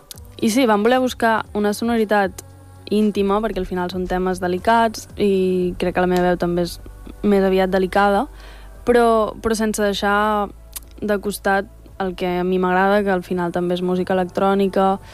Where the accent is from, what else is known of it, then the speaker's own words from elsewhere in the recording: La Bisbal d'Empordà, Catalonia, Spain; tots som de la Bisbal i és un poble molt petit.